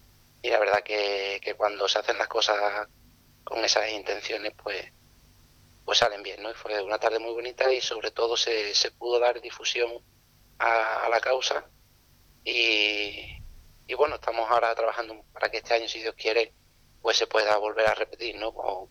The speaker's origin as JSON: {"language": "Spanish", "region": "Andalusia", "country": "Spain", "said": "la provincia de Cádiz, que es mi tierra, que es maravillosa, de la isla, de Chiclana y de toda aquella zona"}